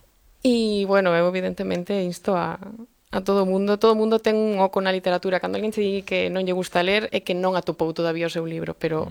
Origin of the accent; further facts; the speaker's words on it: Galicia, Spain; A ver, eu penso en galego, quero dicir, o galego é a miña lingua nai, na que me defendo evidentemente en castelán, pero a mí o que naturalmente me sae é o galego